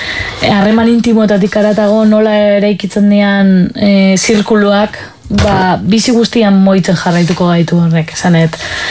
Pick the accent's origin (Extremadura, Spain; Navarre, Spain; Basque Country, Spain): Basque Country, Spain; Zumaia; ni Zumaiarra naiz